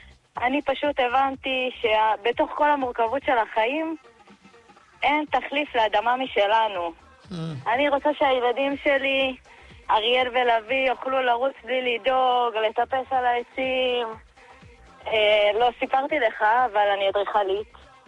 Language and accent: Hebrew; Gedera, Central District, Israel; moved away as an adult; now in Mazkeret Batya, Israel; אני ממזכרת בתיה. האמת שכל החיים אני גדלתי בגדרה.